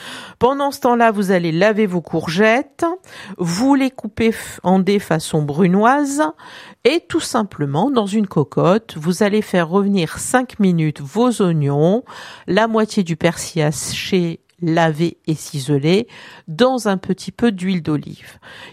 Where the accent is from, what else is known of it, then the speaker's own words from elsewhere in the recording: Corsica, France; chez nous en Corse